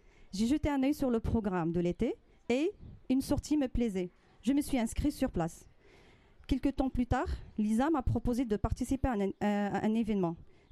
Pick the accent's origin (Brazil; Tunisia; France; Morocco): Morocco; Nessima est kabyle d'Algérie et moi, je suis chlouh du Maroc. Même si nous ne venons pas du même pays, nous nous comprenons facilement. Nous sommes toutes les deux nées à la campagne